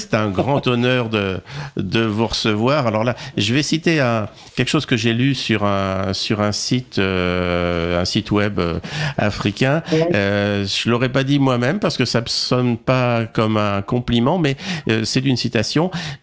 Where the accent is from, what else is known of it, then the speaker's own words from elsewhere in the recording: Paris, Île-de-France, France; en tant que petit Parisien que je suis